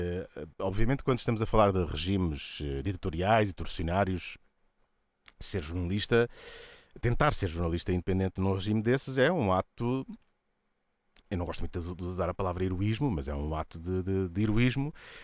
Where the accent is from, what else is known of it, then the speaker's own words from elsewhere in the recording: Castelo Branco, Centro, Portugal; pessoal da minha zona, eu sou da Beira Baixa também, um é do Fundão, até de Penamacor, eu sou de Castelo Branco